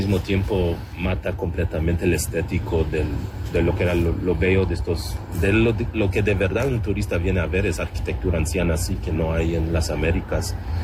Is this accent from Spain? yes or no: no; Montreal, Quebec, Canada; Pues yo soy turista de Montreal, Canadá, y vine la última vez hace 10 años